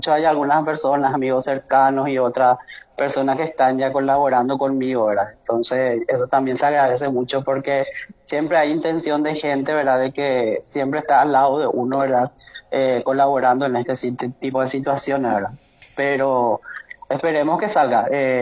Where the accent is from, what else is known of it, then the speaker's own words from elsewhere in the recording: Paraguay; quedé yo como el único paraguayo